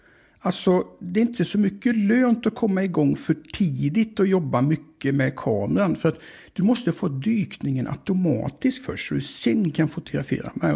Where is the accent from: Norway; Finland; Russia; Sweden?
Sweden; Skövde, Västra Götaland County; Jag är uppvuxen i Skövde, mitt ute på slätten.